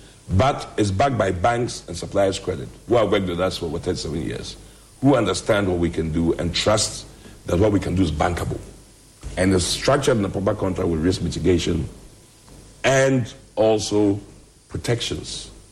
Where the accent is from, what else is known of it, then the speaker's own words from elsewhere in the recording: Ghana; I don't see myself as only Ghanaian. I see myself as African.